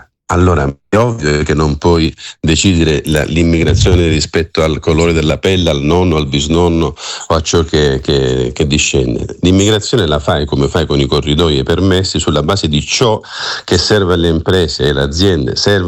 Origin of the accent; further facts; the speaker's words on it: Sicily, Italy; perché io sono siciliano, allora ho più diritti di uno nato in Val d'Aosta